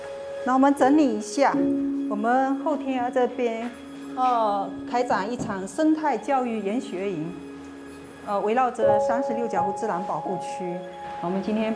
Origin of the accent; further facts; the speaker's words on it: Pingtan, Fujian, China; moved away; 也会把平潭把我们家乡改变了